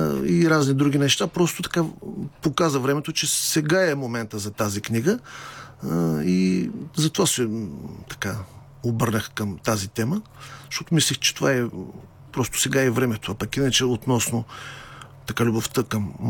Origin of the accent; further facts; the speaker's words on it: Ruse, Ruse Province, Bulgaria; moved away; в моя роден град